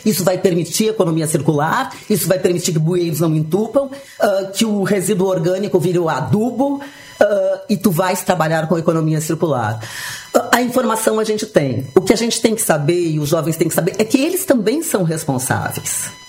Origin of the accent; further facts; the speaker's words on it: Rio Grande do Sul, Brazil; moved away as an adult; eu como gaúcha